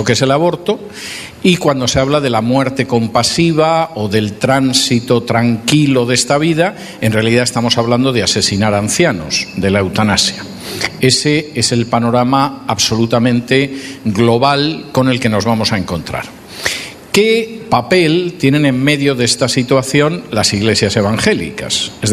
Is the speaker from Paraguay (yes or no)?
no; Spain; moved away; en mi país de origen, que es España